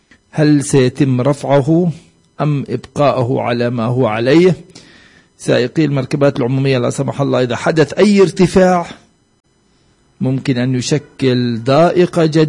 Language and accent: Arabic; West Bank, Palestine; احنا مترقب عندنا في الضفة الغربية